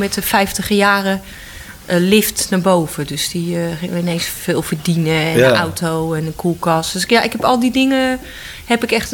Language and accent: Dutch; Utrecht, Netherlands; moved away as an adult; now in Rotterdam, Netherlands; Ik ben op de Oudegracht geboren.